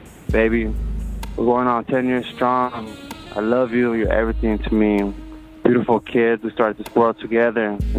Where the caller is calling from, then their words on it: Tucson, Arizona, United States; Hi, this is … from Tucson, Arizona.